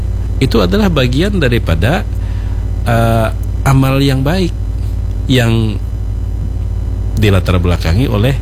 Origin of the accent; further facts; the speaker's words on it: Kalimantan, Indonesia; Apalagi kita ini orang Kalimantan